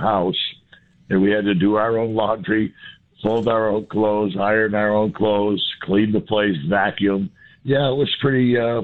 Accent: Vermont, United States; Yeah, I had to laugh because I was from Vermont.

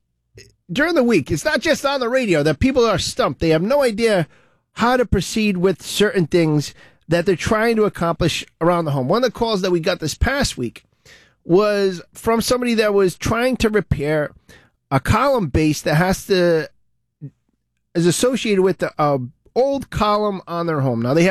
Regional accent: Providence, Rhode Island, United States; just because I grew up in Olneyville, I know Providence really, really well.

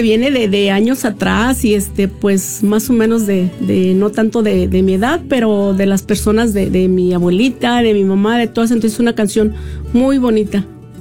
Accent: Ciudad Manuel Doblado, Guanajuato, Mexico; Mira, yo soy de Ciudad Manuel Doblado, Guanajuato.

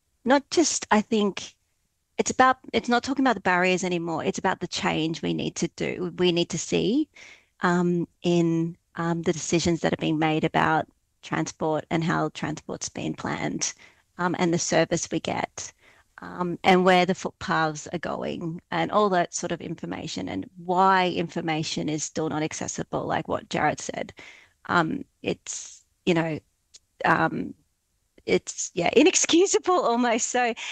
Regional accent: Brisbane, Queensland, Australia; now in Tasmania, Australia; So I grew up in Turrbal country on Brisbane North, so know that well. But I moved to Tasmania and about 5 years ago

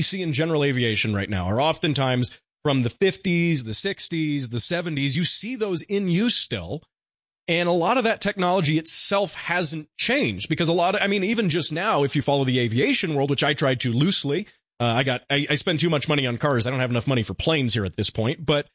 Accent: United States; it's tough to say this as an American

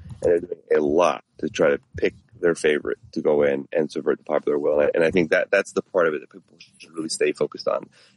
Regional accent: Chicago, Illinois, United States; I grew up doing politics in the Chicago political machine, or against it, you should say.

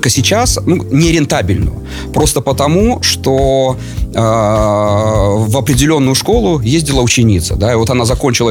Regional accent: Latgale, Latvia; я сам из Латгалии

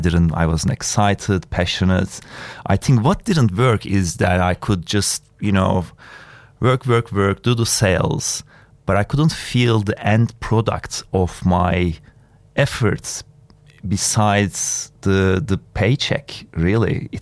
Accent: Istanbul, Turkey; moved away as an adult; also born or lived in Melbourne; now in Byron Bay, Australia; I'm originally from Istanbul, Turkey. But as I turned 50, I realized that 20 years ago I came to Australia.

